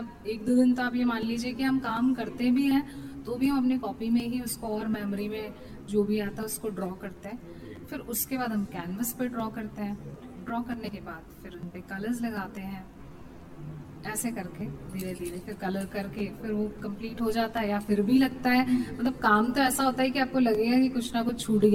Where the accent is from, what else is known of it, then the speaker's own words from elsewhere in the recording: Bhopal, Madhya Pradesh, India; और मैं भोपाल से हूँ।